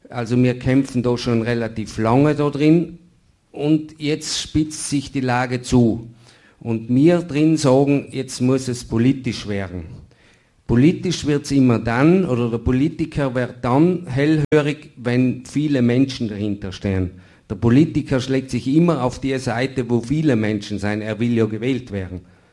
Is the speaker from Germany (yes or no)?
no; Tyrol, Austria